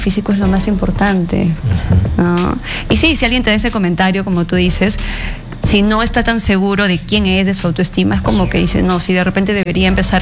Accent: Arequipa, Peru; yo soy de Arequipa.

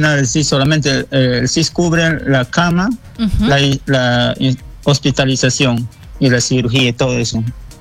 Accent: Punchana district, Loreto, Peru; yo soy natural de Nuevo Paraíso, Quebra Polo, Río Momón, pertenece al distrito de Punchana.

